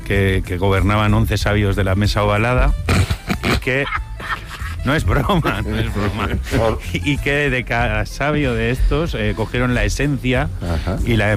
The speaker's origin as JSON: {"language": "Spanish", "region": "Basque Country", "country": "Spain", "said": "No, no sé si se escribe con … porque yo soy vasco, pero o si se escribe"}